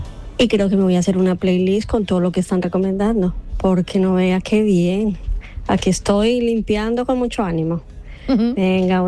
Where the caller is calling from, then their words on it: Mijas, Andalusia, Spain; de Mijas.